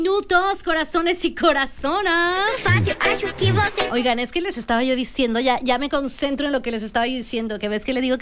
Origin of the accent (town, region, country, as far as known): Mexico